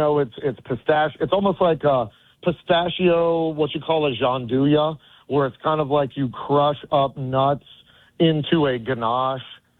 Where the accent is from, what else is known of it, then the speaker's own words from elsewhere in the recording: West Virginia, United States; growing up in West Virginia